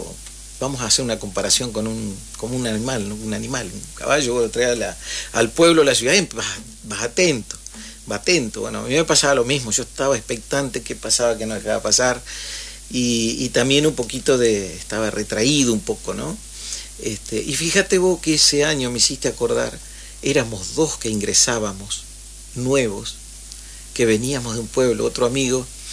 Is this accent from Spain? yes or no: no; Paraná, Entre Ríos, Argentina; born there; also born or lived in Maciá, Entre Ríos; yo tenía 9, 10 años cuando de Maciá salimos para Paraná.